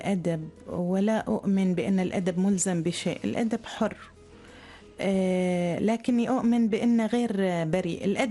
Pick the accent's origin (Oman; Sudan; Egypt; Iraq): Oman; أنا كاتبة عمانية وصوت عماني